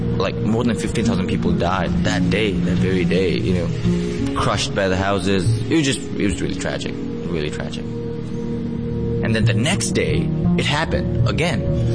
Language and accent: English; Nepal; moved away as an adult; now in Baltimore, United States; I'm from Nepal. I lived there for 18 years. I came here when I was 18.